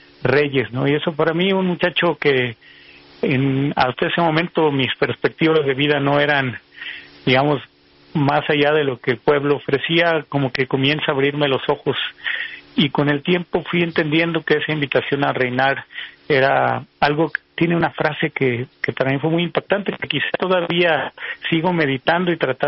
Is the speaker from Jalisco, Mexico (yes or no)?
yes; Tepatitlán, Jalisco, Mexico; born there; Yo nací en Tepatitlán, Jalisco, que es un lugar en los altos de Jalisco, digamos, entre San Juan de los Lagos y Guadalajara